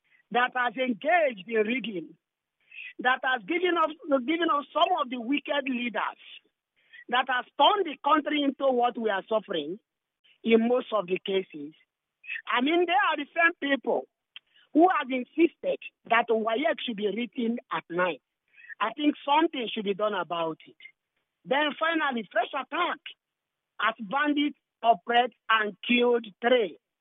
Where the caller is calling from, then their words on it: Eche, Nigeria; I'm calling from Eche.